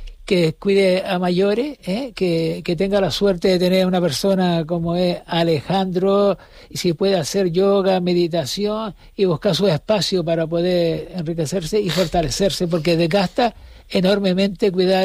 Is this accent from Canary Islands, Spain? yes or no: yes; Las Palmas de Gran Canaria, Canary Islands, Spain; Yo soy una persona que soy aquí de las canteras